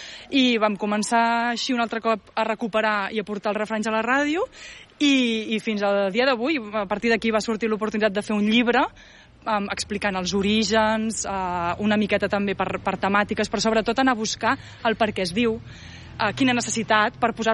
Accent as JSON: {"language": "Catalan", "town": "Arenys de Mar", "region": "Catalonia", "country": "Spain", "said": "jo vinc d'Arenys de Mar, que és terra de puntes de coixí"}